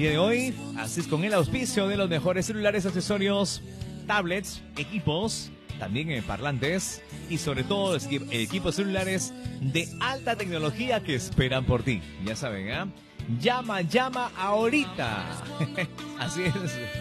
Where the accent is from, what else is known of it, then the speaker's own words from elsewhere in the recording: Piura, Peru; yo también soy piurano, ¿eh? Sí, soy norteño, señores, ¿eh? Norteño de pura cepa